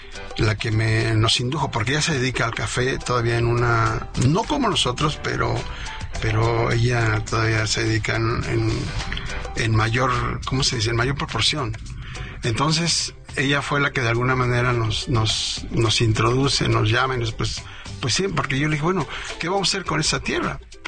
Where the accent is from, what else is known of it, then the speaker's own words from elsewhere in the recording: Veracruz, Mexico; born there; also born or lived in Mexico City; porque yo soy de allá. Yo nací en Veracruz, pero mi papá murió